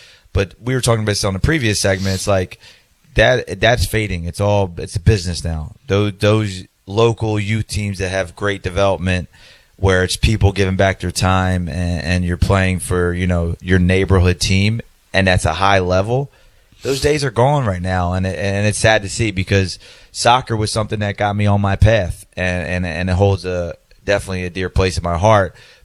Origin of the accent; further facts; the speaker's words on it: Philadelphia, Pennsylvania, United States; where I grew up in Fishtown, it was a big movement.